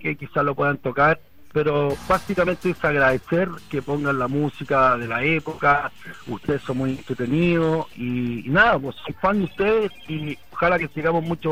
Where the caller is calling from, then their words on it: Peña Blanca, Valparaíso, Chile; Mira, yo soy de Peña Blanca